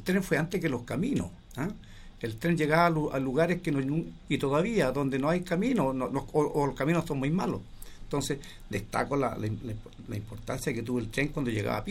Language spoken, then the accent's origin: Spanish; Rafael, Biobío, Chile; born there; now in Tomé, Chile; yo nací en Rafael